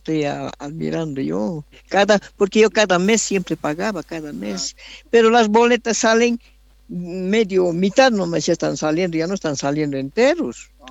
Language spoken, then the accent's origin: Spanish; Catavi, Potosí, Bolivia; soy de aquí de Catavi, nacida catabeña.